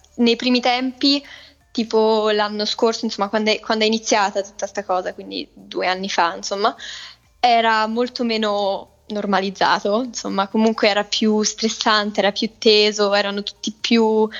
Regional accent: Lebanon; moved away as an adult; now in Italy; io ho vissuto tanto tempo in Libano, quindi mi ricordo, cioè tutta la mia adolescenza l'ho fatta in Libano.

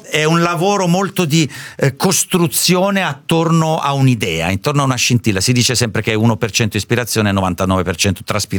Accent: Southern Italy, Italy; sono un terrone

